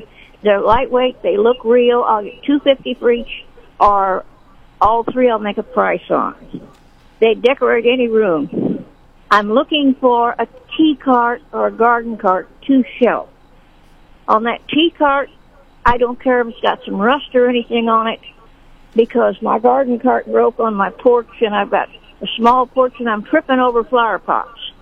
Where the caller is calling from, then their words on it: Sedalia, Missouri, United States; I'm calling Sedalia.